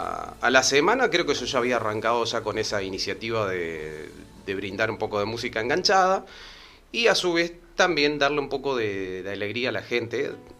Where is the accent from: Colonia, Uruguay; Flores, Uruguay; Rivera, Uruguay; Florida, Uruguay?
Flores, Uruguay; Trinidad; born there; now in Maldonado, Uruguay; no acá en Maldonado, porque yo soy nacido en Flores, en Trinidad, pero ya desde los 7 años.